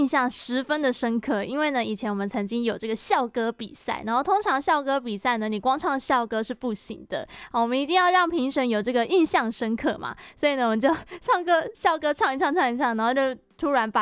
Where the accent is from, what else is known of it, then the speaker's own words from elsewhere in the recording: Kaohsiung, Taiwan; 我是高雄的小朋友，